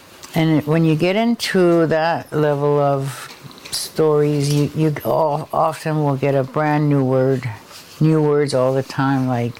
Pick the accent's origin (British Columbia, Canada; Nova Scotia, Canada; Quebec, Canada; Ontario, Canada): British Columbia, Canada; Haida Gwaii; first language Haida; English is a second language; I've lived here my whole life. When I was a kid, my dad and them had a house here.